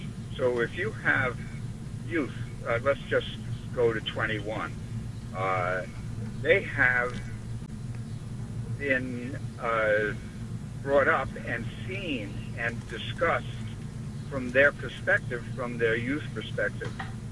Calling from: Huntington, New York, United States; But I'm in Huntington, Long Island.

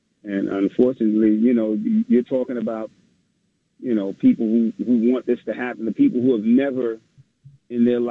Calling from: New York, United States; I'm calling from Queens.

